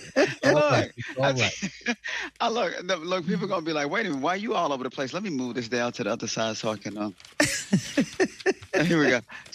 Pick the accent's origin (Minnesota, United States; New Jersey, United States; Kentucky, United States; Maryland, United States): New Jersey, United States; Jersey City; So, yeah, I am originally from Jersey City, New Jersey.